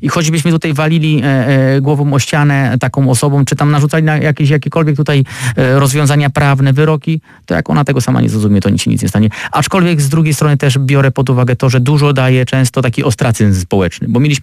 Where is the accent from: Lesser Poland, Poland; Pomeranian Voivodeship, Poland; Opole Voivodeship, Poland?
Opole Voivodeship, Poland; u nas na Opolszczyźnie